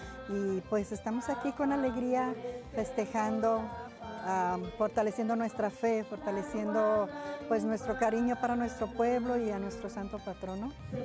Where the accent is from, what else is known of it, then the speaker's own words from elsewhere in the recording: Luis Moya, Zacatecas, Mexico; now in Denver, United States; Yo soy aquí de Luis Moya y yo vivo en Denver, Colorado. Tengo 42 años radicando en Estados Unidos